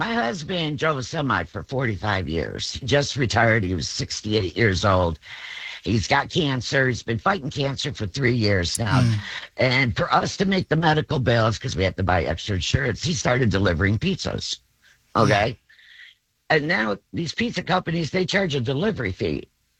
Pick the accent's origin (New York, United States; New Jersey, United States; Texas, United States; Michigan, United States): Michigan, United States; Detroit; also born or lived in Clarkston; now in Waterford, United States; I grew up in Detroit, uh-huh. and I raised my kids in Clarkston.